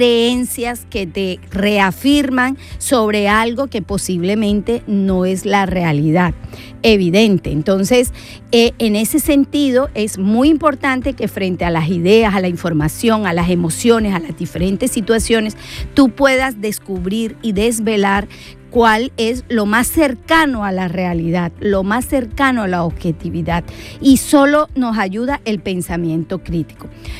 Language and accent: Spanish; Colombia; now in Spain; Yo soy colombiana